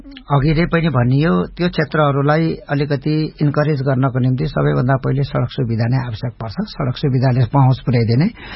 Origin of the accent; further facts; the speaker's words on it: Koshi Province, Nepal; छुट्टै राज्य हुँदाखेरि भारत सिक्किम र नेपालको सिमाना जोडिएको ठाउँलाई चाहिँ तीन सिमाना हुन्छ, त्यो मेरो गाउँमा पर्दछ।